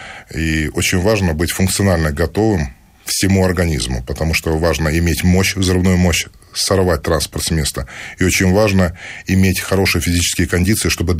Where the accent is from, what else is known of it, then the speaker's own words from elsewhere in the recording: Lyubertsy, Moscow Oblast, Russia; Я себя отождествляю с обычным человеком, зожником, как я говорю, из Люберец.